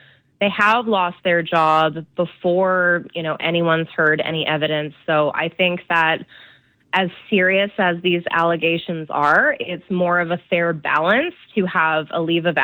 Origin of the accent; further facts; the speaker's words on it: Penticton, British Columbia, Canada; my hometown, Penticton